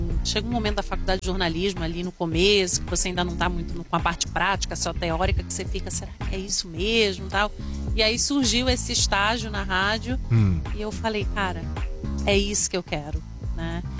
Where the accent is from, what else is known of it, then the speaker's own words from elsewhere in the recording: Recife, Pernambuco, Brazil; Então, eu sou de Recife, lá a gente fala boa noite.